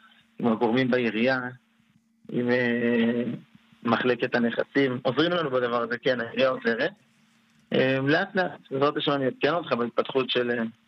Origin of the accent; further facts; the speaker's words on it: Ashdod, Southern District, Israel; אנחנו מאשדוד.